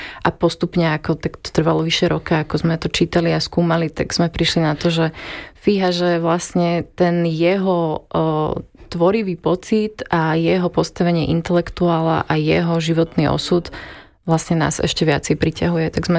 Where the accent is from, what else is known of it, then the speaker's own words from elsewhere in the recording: Detva, Banská Bystrica Region, Slovakia; sama som z detvy, z malého mesta a zrovna tento víkend som túto debatu viedla s rodičmi a so susedmi